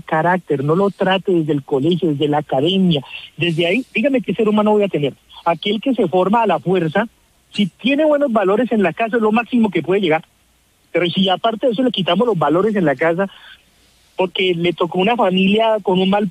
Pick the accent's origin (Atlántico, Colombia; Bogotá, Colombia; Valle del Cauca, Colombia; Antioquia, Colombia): Valle del Cauca, Colombia; Cali; Mira, y amo mi Cali, también soy de Cali